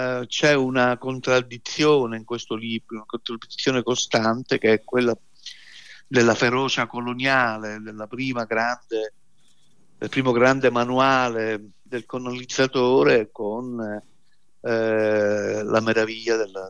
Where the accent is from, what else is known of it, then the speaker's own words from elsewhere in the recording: Palermo, Sicily, Italy; moved away; sono nato a Palermo